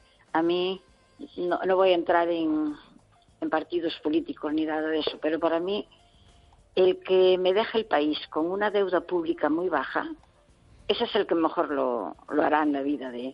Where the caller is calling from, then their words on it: Pontevedra, Galicia, Spain; de Pontevedra.